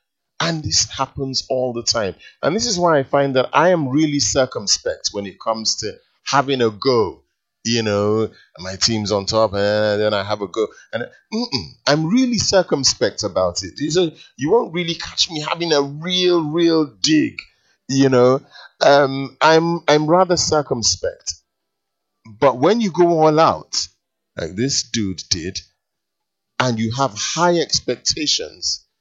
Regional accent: London, United Kingdom; Now, I've got loads of friends, however, being a Londoner myself, who are Arsenal supporters.

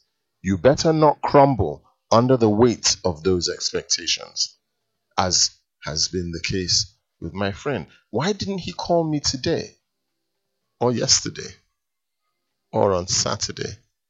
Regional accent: London, United Kingdom; Now, I've got loads of friends, however, being a Londoner myself, who are Arsenal supporters.

